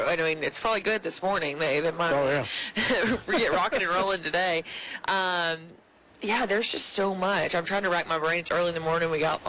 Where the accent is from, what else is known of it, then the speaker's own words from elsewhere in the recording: Tennessee, United States; now in Paducah, United States; I'm from Northwest Tennessee, so I was in Martin